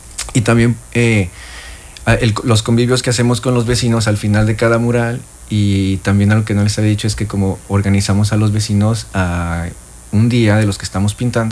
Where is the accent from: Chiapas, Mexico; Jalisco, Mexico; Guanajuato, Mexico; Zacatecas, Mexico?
Jalisco, Mexico; Guadalajara; Yo soy de Guadalajara.